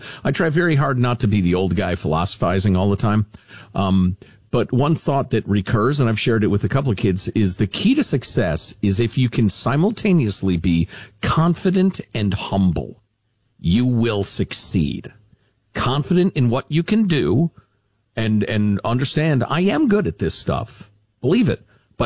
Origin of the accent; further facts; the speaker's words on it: Chicago, Illinois, United States; I was a kid growing up in Chicagoland, very much into rock and roll and Motown and that sort of thing.